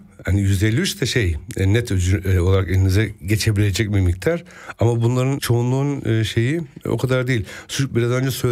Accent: Germany; ben burada meslek eğitimi yaptım, burada yetiştim.

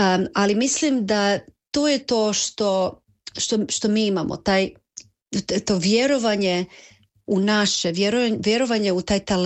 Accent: Zagreb, City of Zagreb, Croatia; moved away; ja sam odrasla u Zagrebu

